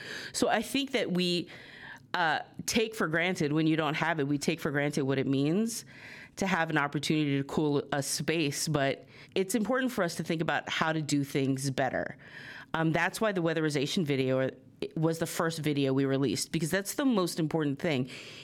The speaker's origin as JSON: {"language": "English", "country": "Guam", "tie": "born or raised there", "moved": "yes", "lives_now": "Burlington", "said": "I remember growing up on Guam"}